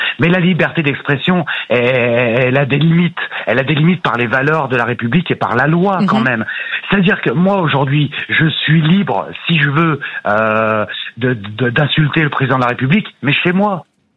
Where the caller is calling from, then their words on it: Bourg-en-Bresse, Auvergne-Rhône-Alpes, France; J'appelle de Bourg-en-Bresse.